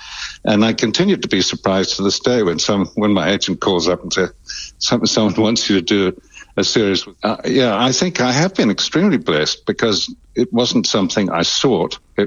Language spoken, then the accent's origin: English; New Zealand; also born or lived in Northern Ireland; I was born in Northern Ireland initially, and then a small town in New Zealand.